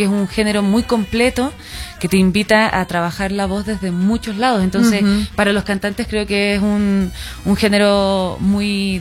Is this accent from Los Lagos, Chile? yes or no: no; Punta Arenas, Magallanes and Chilean Antarctica, Chile; Yo soy de Punta Arenas, que es la Patagonia chilena, que es como lo último que hay en Chile, el sur. Y ahí se conecta mucho con el folclore de Argentina, porque estamos justo ahí, frontera.